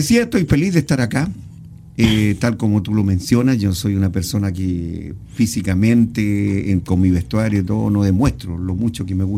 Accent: Chile; Yo soy chileno durante todo el año

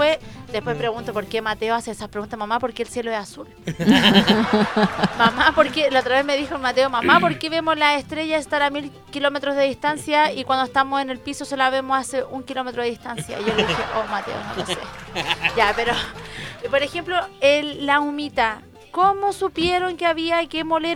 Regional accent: Chile; Porque somos chilenos todo el año.

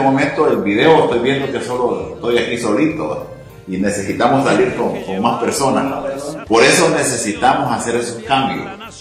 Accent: Honduras; Porque todos somos hondureños.

